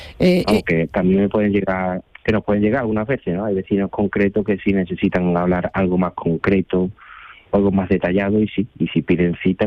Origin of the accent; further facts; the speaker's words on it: Seville, Andalusia, Spain; como soy de Sevilla, pues de la provincia.